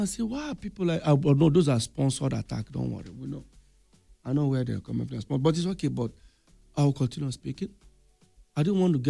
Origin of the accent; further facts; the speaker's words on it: Nigeria; I'm Nigerian.